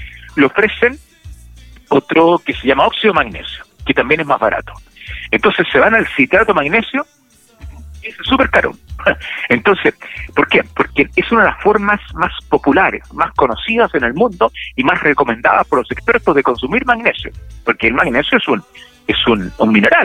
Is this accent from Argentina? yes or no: no; Chile; Y los chilenos y las chilenas, todos estamos acostumbrados a esto.